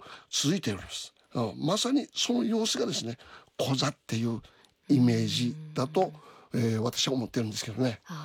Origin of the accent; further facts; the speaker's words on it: Okinawa City, Okinawa, Japan; 僕らその中で育ったからね。僕は沖縄市が出した小座騒動の、写真集があるんですけど、その中に写ってるんですよ。